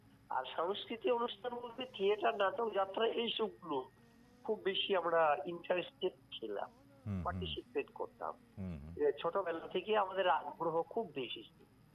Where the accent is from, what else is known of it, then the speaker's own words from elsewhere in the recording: West Bengal, India; born there; আমি পশ্চিমবঙ্গের বীরভূম থেকে